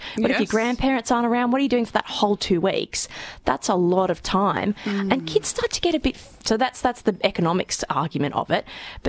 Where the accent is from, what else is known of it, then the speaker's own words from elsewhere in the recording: New South Wales, Australia; moved away; I am from New South Wales